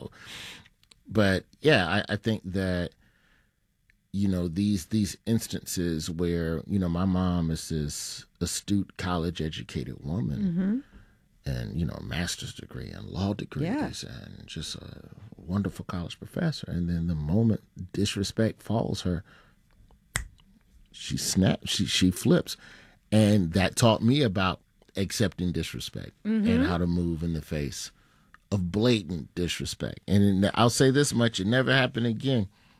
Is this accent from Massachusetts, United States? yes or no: no; Birmingham, Alabama, United States; born there; moved away as an adult; also born or lived in Memphis, Tennessee; now in New York, United States; We grew up in Memphis. We moved to Birmingham when I was in the fourth grade. I spent every summer in Clarksville, Mississippi, mm-hmm. with my grandmother. The rest of the time I spent in Birmingham.